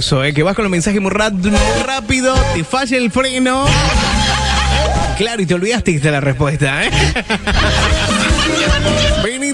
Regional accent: Freyre, Córdoba, Argentina; Yo soy de Freire, Córdoba, el este cordobés, ¿eh?

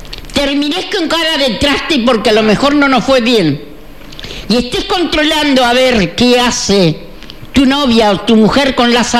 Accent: Argentina; vamos a tener como argentinos, como no, la curiosidad de mirarlo.

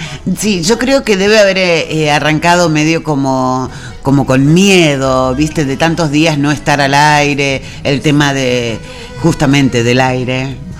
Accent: Argentina; somos rigurosos los argentinos.

